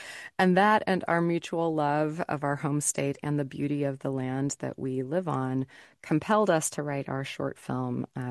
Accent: Kansas, United States; And when I say, you know, I'm from Kansas, they're like, oh, Dorothy.

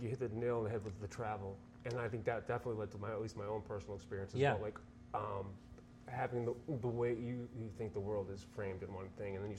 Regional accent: Taunton, Massachusetts, United States; I grew up in Taunton, Massachusetts.

